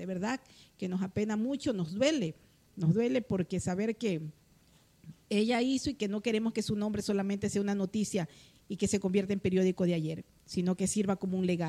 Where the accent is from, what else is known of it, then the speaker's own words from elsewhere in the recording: Santa Elena, Ecuador; siendo ecuatorianos, siendo peninsulares.